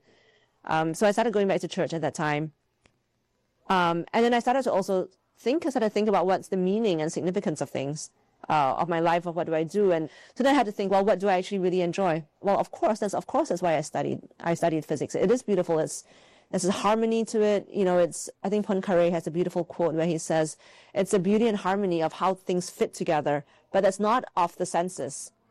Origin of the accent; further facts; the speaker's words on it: Malaysia; And so I grew up in Malaysia, and my dad is an engineer